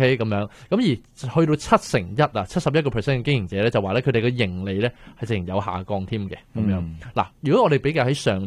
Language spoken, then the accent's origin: Cantonese; Canada; 其实我哋加拿大人咧，究竟加加埋埋咧，每日咧系用餐几多次咧？